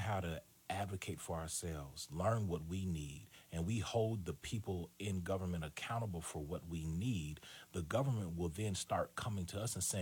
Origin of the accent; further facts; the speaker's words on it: Little Rock, Arkansas, United States; Yeah, I grew up off 12th Street behind that old Safeway.